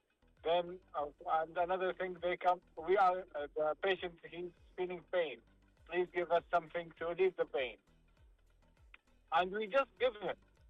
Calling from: Riyadh, Riyadh Province, Saudi Arabia; I'm coming from Riyadh.

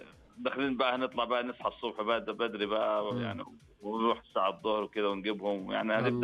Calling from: Riyadh, Riyadh Province, Saudi Arabia; انا من الرياض.

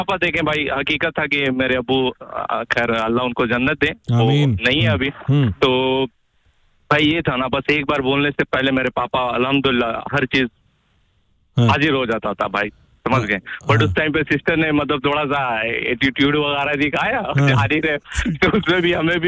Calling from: Siwan, Bihar, India; मैं वैसे बिहार से बिलोंग करता हूँ भाई।

